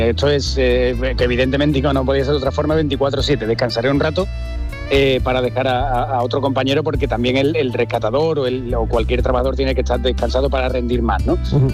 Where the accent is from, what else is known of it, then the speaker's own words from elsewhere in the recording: Dos Hermanas, Andalusia, Spain; Yo soy de Dos Hermanas.